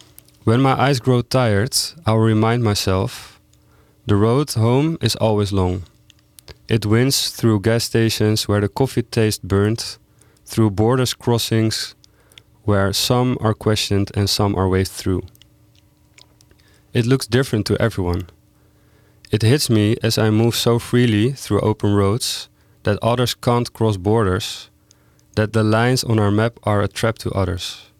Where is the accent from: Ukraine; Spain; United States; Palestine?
Palestine; now in Amsterdam, Netherlands; It would take me 46 hours to drive from Amsterdam to what would be my hometown in Palestine.